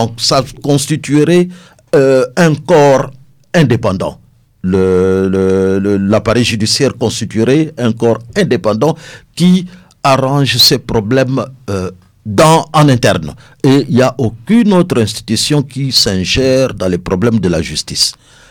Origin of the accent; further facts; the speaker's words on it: DR Congo; Nous sommes Congolais, nous avons toutes les capacités qu'il faut, toutes les compétences.